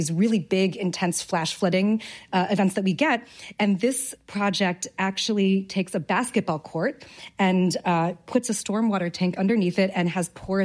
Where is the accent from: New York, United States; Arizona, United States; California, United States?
New York, United States; No, I was just kind of curious as a New Yorker